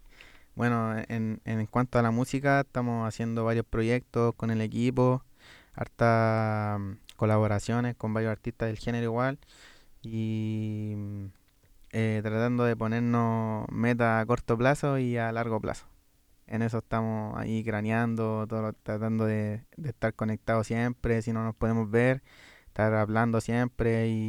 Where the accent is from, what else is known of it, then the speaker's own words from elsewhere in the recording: Santiago, Santiago Metropolitan Region, Chile; donde yo me crié, en Cerro Navia